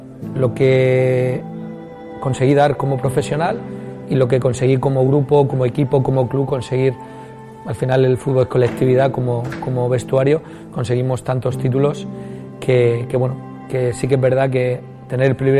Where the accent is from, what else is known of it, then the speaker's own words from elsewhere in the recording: Alicante, Valencian Community, Spain; para mí era un orgullo como valenciano, siendo de Alicante